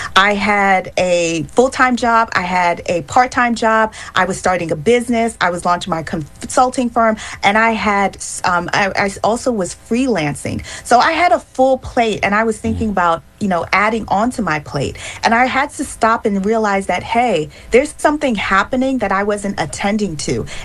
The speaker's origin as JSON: {"language": "English", "country": "Nigeria", "moved": "yes", "lives_now": "United States", "said": "I'm also a Nigerian"}